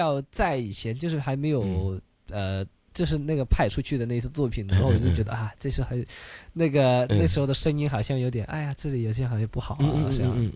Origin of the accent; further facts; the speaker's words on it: Hong Kong; 因为我们香港人是怎么样，我们吃饱饭然后就看个戏